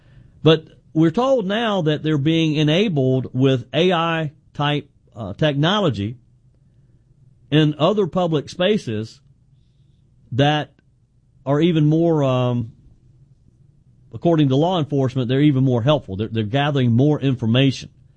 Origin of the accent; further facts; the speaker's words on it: South Carolina, United States; My home state, of course, is South Carolina. This is in the lower part of the state. I live in the upstate.